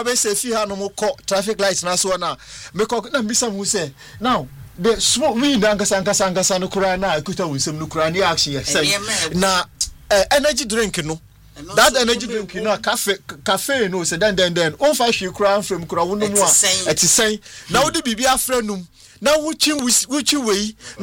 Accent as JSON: {"language": "English", "country": "South Africa", "said": "as a South African, so me see what they people are not narrating the narrative tells us how they live and the way they do things."}